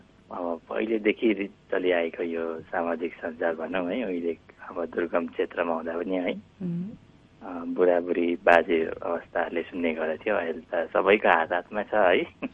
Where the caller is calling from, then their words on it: Gangtok, Sikkim, India; सिक्किम गान्तोकबाट।